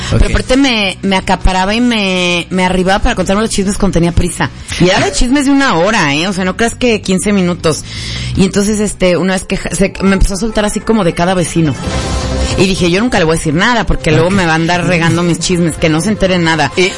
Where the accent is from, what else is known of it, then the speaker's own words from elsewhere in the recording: Mexico City, Mexico; De CDMX y luego me fui a Estado de México. Y luego aquí he vivido como en 1000 casas, entonces me sé chismes de todos lados.